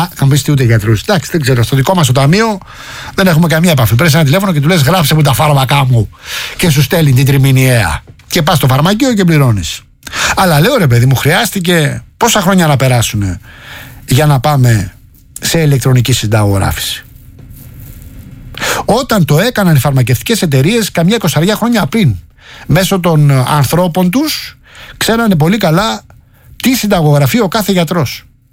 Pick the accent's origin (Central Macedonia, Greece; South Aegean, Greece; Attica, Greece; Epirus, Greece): Attica, Greece; Rafina; στη Ραφίνα, στην πατρίδα μου